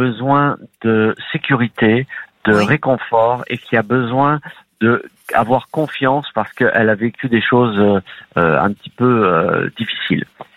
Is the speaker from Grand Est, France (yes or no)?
yes; Châlons-en-Champagne, Grand Est, France; born there; also born or lived in Portugal